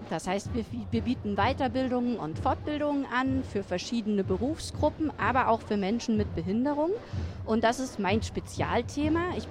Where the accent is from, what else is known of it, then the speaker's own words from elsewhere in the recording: Germany; born there; Ich fühle mich gar nicht als Deutsche, sondern eben als Europäerin. Ich finde, wir haben großes Glück, hier geboren worden zu sein.